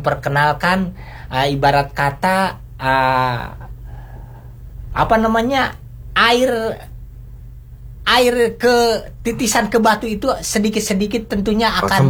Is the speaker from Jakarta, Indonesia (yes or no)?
yes; Jakarta, Indonesia; walaupun namanya kita warga Betawi